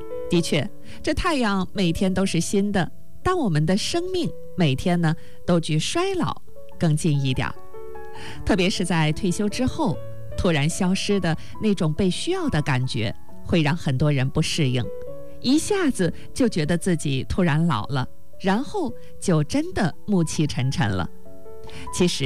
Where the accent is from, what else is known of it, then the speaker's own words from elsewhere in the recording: China; 而我们中国人现在生存年龄和日本人也相差不太多